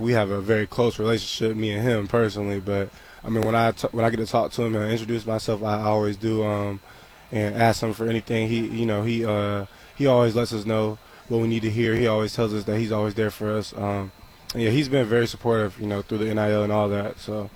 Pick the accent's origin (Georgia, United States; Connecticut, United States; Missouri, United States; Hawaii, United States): Georgia, United States; It was frustrating years, but I'm from Georgia, but I was always a Cowboys fan for whatever reason. I just grew up a Cowboys fan.